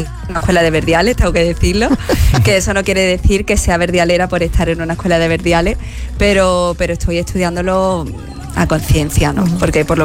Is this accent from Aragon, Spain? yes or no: no; Almogía, Andalusia, Spain; Yo soy de Almojía, que Almojía me va a matar porque estoy especializándome primero en monte.